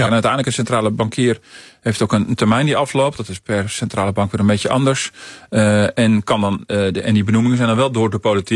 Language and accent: Dutch; Netherlands; Dat wij als Nederlanders ook vertrouwen blijven houden in die centrale bank, dat die er ook voor ons is.